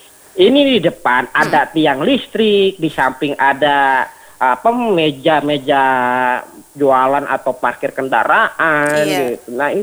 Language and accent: Indonesian; Serang, Banten, Indonesia; Kota Serang, kebetulan saya orang Serang nih Kak.